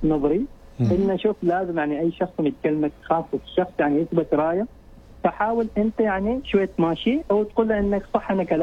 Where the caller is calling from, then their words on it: Al Mabila, Muscat Governorate, Oman; أنا كلمتم من معبيلة.